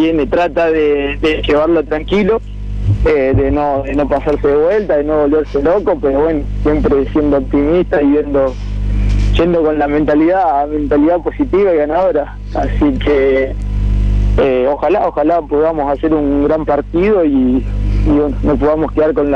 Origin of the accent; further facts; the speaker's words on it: Las Garzas, Santa Fe, Argentina; moved away as an adult; also born or lived in Buenos Aires; now in Casilda, Argentina; Yo soy de Las Garzas, sí, un pueblito del norte de la provincia. Yo estuve jugando en Buenos Aires, me volví